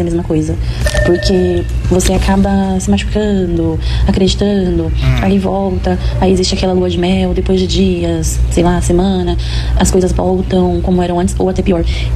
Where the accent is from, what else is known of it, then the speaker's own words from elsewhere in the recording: São Paulo, Brazil; sou da Zona Leste de São Paulo.